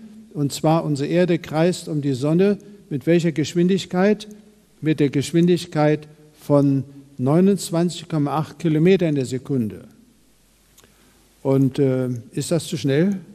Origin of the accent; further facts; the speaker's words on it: Neidenstein, Baden-Württemberg, Germany; Ich komme aus Neidenstein. Das ist ein kleiner Ort in der Nähe von Heidelberg